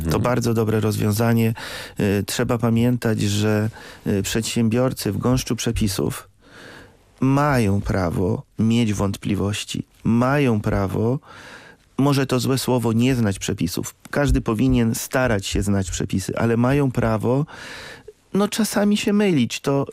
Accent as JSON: {"language": "Polish", "town": "Lublin", "region": "Lublin Voivodeship", "country": "Poland", "said": "Jestem z Lublina"}